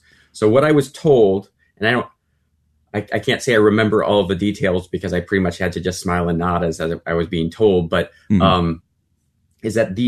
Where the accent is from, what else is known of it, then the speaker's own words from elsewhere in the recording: Michigan, United States; my home state of Michigan